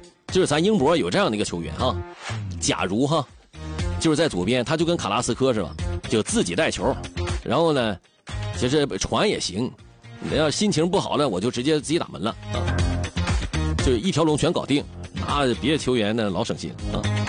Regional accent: China

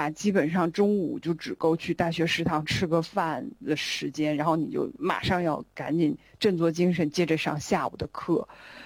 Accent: China; moved away as an adult; also born or lived in France; 我们班就我一个中国人，

